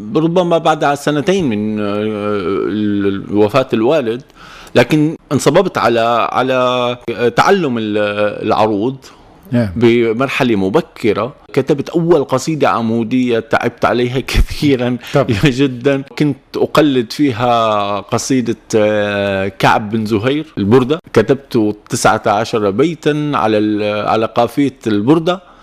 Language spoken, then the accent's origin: Arabic; Salamiyah, Hama Governorate, Syria; moved away as an adult; now in Tunisia; شاركت في مسابقة لإلقاء الشعر في مدينتي سلمي.